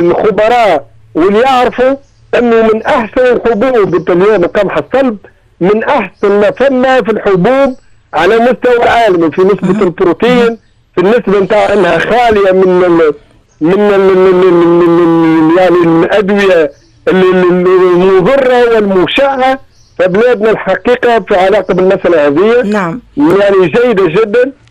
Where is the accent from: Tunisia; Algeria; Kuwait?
Tunisia